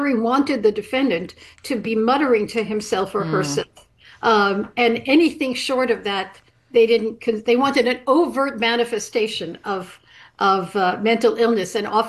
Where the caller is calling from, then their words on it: Martha's Vineyard, Massachusetts, United States; Hello, I'm calling you from Martha's Vineyard.